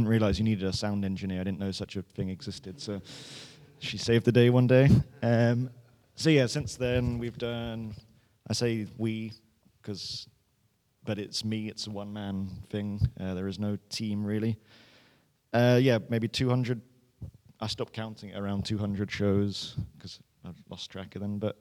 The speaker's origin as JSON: {"language": "English", "town": "Bristol", "region": "South West England", "country": "United Kingdom", "said": "from Bristol."}